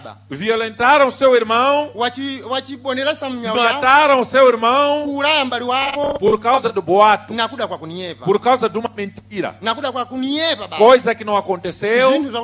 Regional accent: Mozambique; como moçambicanos, somos um povo de paz.

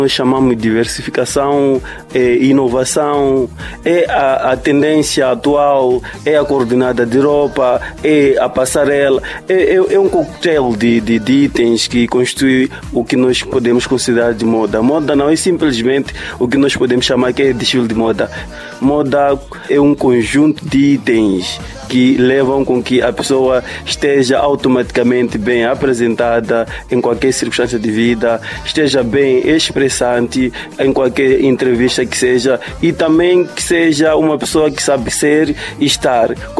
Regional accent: Gorongosa, Sofala, Mozambique; born there; now in Manica Province, Mozambique; eu fui um dos alunos na escola de Gorongosa, Centro Educacional de Gorongosa. Lá vivíamos com freis

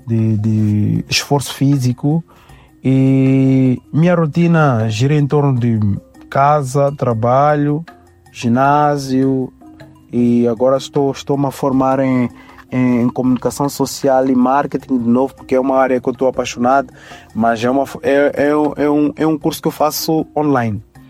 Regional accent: Mozambique; now in Portugal; nós também como moçambicanos

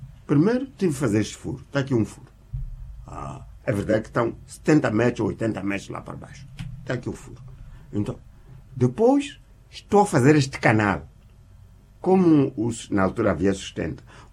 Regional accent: Jangamo, Inhambane, Mozambique; ele é um grande agricultor agora em Jangam, minha terra.

